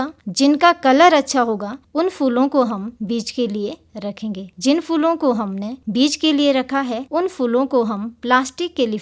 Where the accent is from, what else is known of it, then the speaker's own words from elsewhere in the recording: Ghaini, Himachal Pradesh, India; मेरा गाँव घैणी में है।